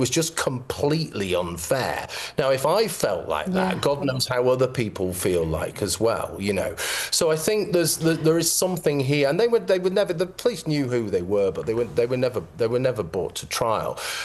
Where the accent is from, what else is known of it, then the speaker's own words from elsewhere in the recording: Manchester, North West England, United Kingdom; This was when I lived in Manchester. I'm from Manchester, and I was teaching at a university there.